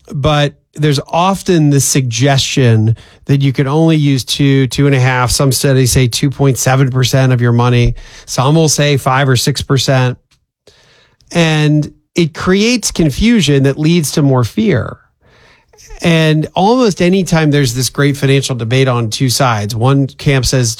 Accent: Pennsylvania, United States; I'm from Pennsylvania, and there's a phrase that was very often said growing up

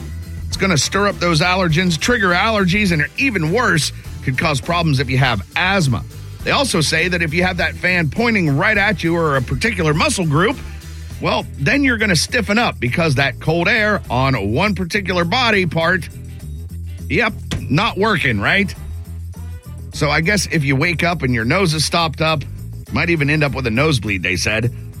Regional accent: Florida, United States; I'm from Florida.

